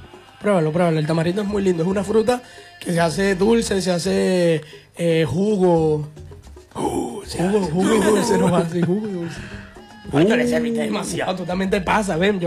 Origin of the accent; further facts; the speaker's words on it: Venezuela; now in Argentina; Sí, soy el primer venezolano en tocar dos veces.